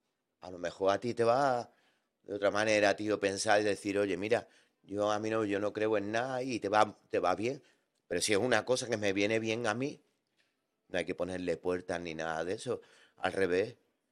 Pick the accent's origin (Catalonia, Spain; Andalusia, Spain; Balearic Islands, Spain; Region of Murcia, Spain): Andalusia, Spain; Granada; born there; Aquí en Sevilla hay musicazos de música urbana, en mi tierra, en Granada.